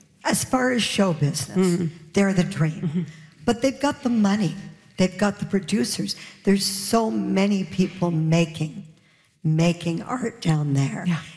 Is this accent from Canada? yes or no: yes; Canada; Right. But I'm Canadian.